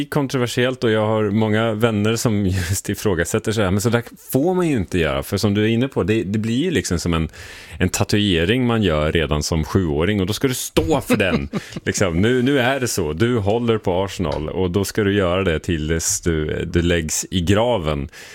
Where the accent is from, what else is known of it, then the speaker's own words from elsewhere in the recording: Norrköping, Östergötland, Sweden; jag växte upp i Norrköping